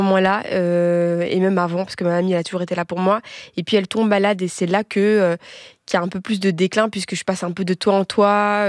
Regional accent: Belgium; parce que je suis métisse, donc je suis belge, je suis congolaise

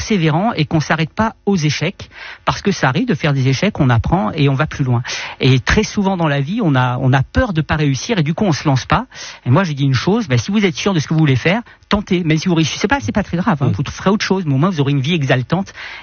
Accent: Saint-Tropez, Provence-Alpes-Côte d'Azur, France; born there; Moi je suis né à Saint-Tropez

